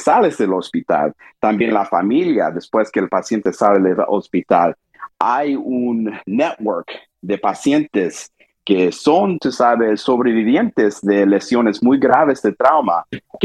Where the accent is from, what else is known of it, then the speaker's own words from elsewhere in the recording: Texas, United States; moved away; also born or lived in Saudi Arabia; Y crecí en el estado de Texas, afuera de Houston.